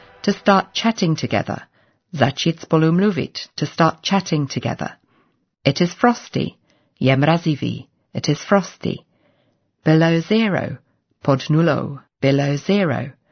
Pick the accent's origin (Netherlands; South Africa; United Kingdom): United Kingdom; I come from Britain, where we have a lot of weather.